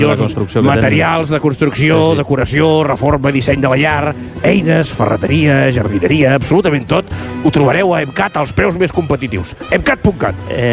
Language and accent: Catalan; Catalonia, Spain; Diu que, clar, com que soc català, que vull regatejar, escolta...